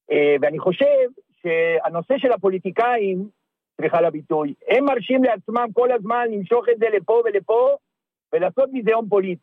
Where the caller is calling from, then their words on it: Holon, Tel Aviv District, Israel; ואני מחולון.